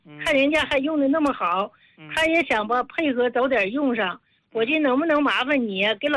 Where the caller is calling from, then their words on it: Shenyang, Liaoning, China; 我是沈阳的。